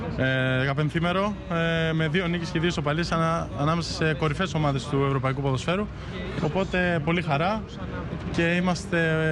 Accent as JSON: {"language": "Greek", "town": "Volos", "region": "Thessaly", "country": "Greece", "said": "Επειδή είμαι από Βόλο, σας καλώ επισήμως να έρθετε."}